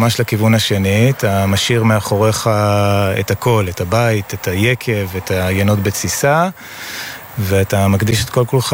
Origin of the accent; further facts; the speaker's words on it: Jerusalem, Jerusalem District, Israel; moved away; also born or lived in Italy; אני ירושלמי